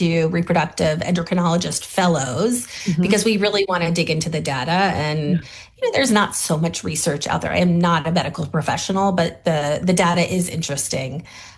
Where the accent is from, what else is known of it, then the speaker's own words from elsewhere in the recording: United States; moved away; we're American